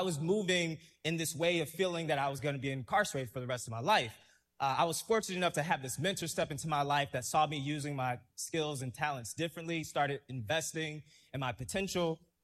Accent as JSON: {"language": "English", "town": "Ferguson", "region": "Missouri", "country": "United States", "tie": "born or raised there", "moved": "yes", "said": "growing up in Ferguson"}